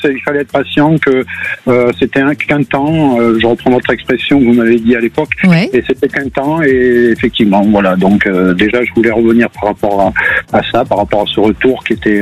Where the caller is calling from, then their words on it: Nouvelle-Aquitaine, France; Je suis dans la région Nouvelle-Aquitaine.